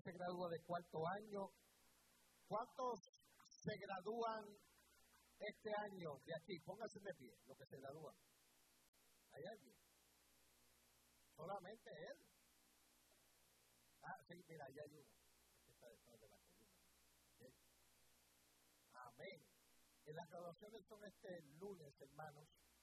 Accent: Puerto Rico; es puertorriqueño, igual que yo.

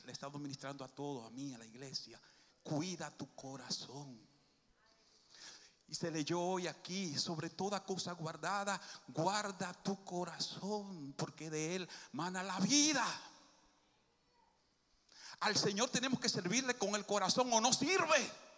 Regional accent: Dominican Republic

